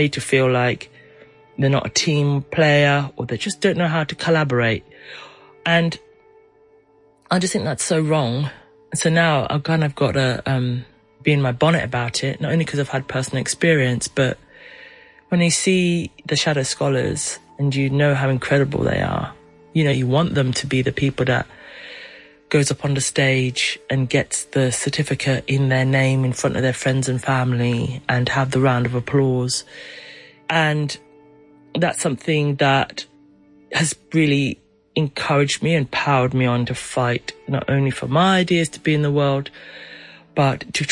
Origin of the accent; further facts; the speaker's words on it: Kenya; born there; also born or lived in Saint Kitts and Nevis; So my mum was from St. Kitts, which is why I ended up in St. Kitts. My dad's Kenyan. I was born in Kenya.